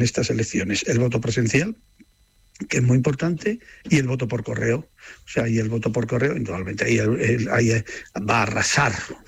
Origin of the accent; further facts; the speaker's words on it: Trujillo, Extremadura, Spain; las primeras personas que me he encontrado han sido de mi pueblo, de Trujillo.